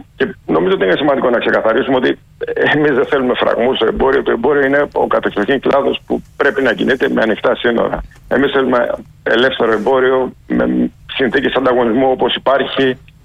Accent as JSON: {"language": "Greek", "country": "Greece"}